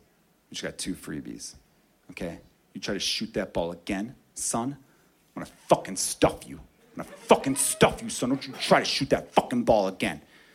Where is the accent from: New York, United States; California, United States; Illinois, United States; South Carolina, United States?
Illinois, United States; Chicago; I grew up here. I grew up on the Northwest Side. I love it there. It's great. You know, my neighbor was a little diverse, I guess. It's like 40% Hispanic, 30% Polish, and then the rest, like regular white people like me, right?